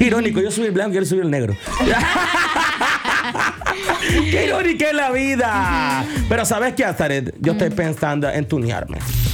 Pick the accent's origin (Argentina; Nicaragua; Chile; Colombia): Nicaragua; Managua; Soy acá de Managua.